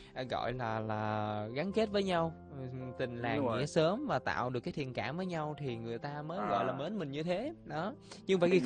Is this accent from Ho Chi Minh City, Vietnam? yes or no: no; Sa Dec, Dong Thap, Vietnam; ở quê em thì cũng ngay thành phố rồi, nếu như mà tính là trước đó thì cũng ngay thành phố Sa Đéc đó